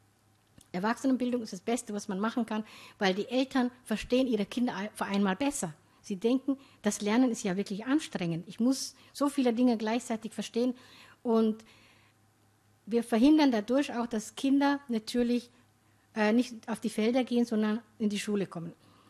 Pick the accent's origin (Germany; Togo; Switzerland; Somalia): Somalia; ich komme aus Somalia, aber ich kann in Somalia nicht arbeiten